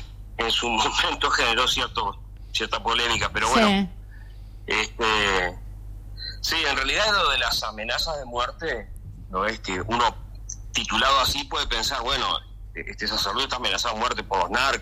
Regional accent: Salto, Uruguay; now in Montevideo, Uruguay; mi ciudad natal

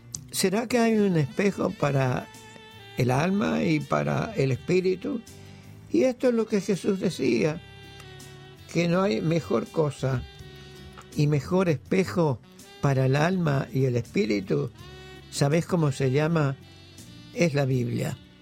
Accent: Uruguay

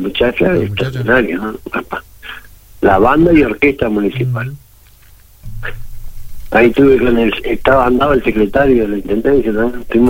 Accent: Salto, Uruguay; yo me crié ahí en el Zarzal

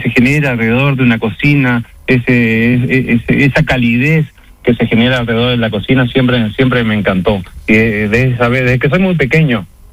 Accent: Uruguay; Como todo uruguayo que no se doblega ante nada.

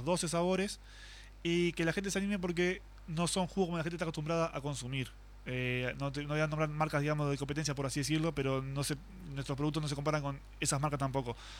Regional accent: Salto, Uruguay; somos acá de Salto

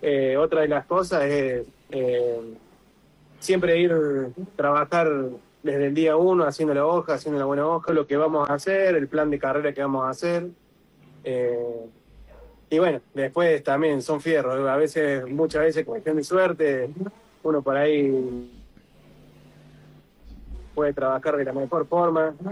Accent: Villa Carlos Paz, Córdoba, Argentina; yo soy oriundo de Villa Carlos Paz, mi ciudad natal es mi lugar en el mundo.

